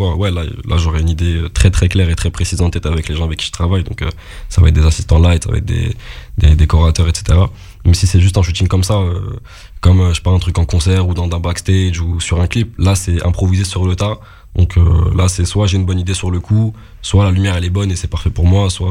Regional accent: Morocco; moi-même je suis marocain

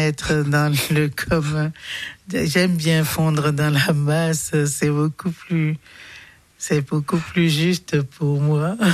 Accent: Cotonou, Littoral, Benin; moved away as an adult; also born or lived in Abidjan, Côte d'Ivoire; now in Besançon, France; Je suis originaire du Bénin, je suis née à Cotonou.

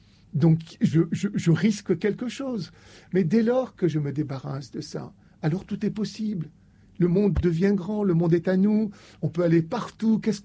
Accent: Oran, Oran Province, Algeria; born there; Je suis né à Oran.

